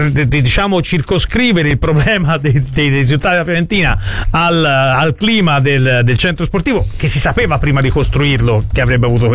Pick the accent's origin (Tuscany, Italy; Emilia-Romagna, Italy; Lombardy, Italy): Tuscany, Italy; Florence; now in Grassina, Italy; io sono del centro, sono nato in Borgo degli Albizi